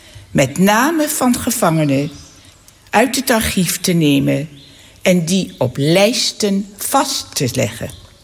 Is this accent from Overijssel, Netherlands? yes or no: no; Arnhem, Gelderland, Netherlands; born there; now in -; Ik ben dochter van Duitse Joden die al in 1934 uit Duitsland gevlucht waren en zich in Arnhem hebben gevestigd. Daar ben ik 90 jaar geleden geboren.